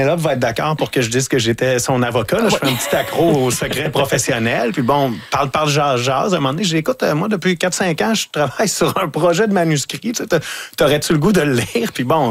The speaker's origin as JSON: {"language": "French", "town": "Lavaltrie", "region": "Quebec", "country": "Canada", "moved": "yes", "lives_now": "Montreal, Canada", "said": "Non, mais quand je suis arrivé, moi, je viens de la Valtrie, dans la région, okay, de la Naudière. Mm-hmm. Puis quand je suis arrivé à Montréal, c'était ma porte d'entrée vers Montréal."}